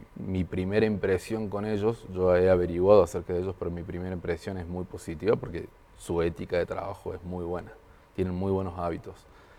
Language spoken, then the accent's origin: Spanish; Córdoba, Argentina; moved away as an adult; now in Fresnillo, Mexico; Yo soy de Córdoba, de la provincia de Córdoba, de Argentina.